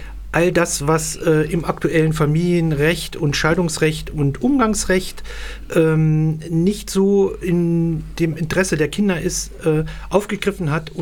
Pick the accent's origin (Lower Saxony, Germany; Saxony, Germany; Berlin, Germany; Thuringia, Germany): Thuringia, Germany; Nordhausen; ich stamme hier aus Nordhausen